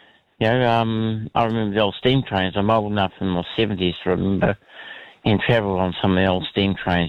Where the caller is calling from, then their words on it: Dunedin, Otago, New Zealand; South Dunedin